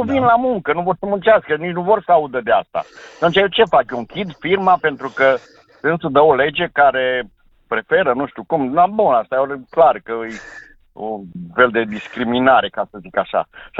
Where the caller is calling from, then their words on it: Bihor County, Romania; sunt din Balcbihor.